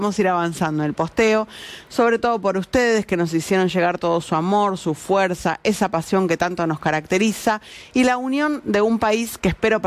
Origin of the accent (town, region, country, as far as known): Argentina